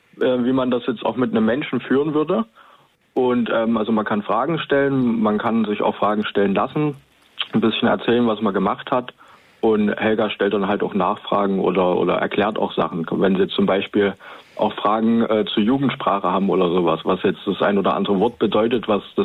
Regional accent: Leipzig, Saxony, Germany; Nee, also wir kommen aus Leipzig. Wir sind tatsächlich also in Ostdeutschland zugange.

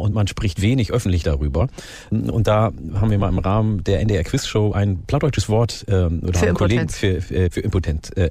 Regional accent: Ganderkesee, Lower Saxony, Germany; Ich bin ja in Falkenburg aufgewachsen, in der Gemeinde Ganderkesee. Und dort war ich im Plattdeutschen Kinderchor.

